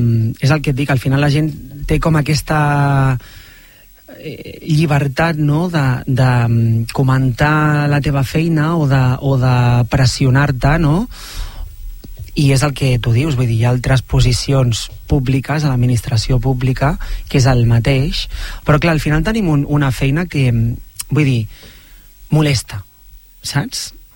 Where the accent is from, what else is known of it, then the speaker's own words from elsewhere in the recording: Barcelona, Catalonia, Spain; born there; jo sóc català, he nascut a Barcelona, parlo perfectament català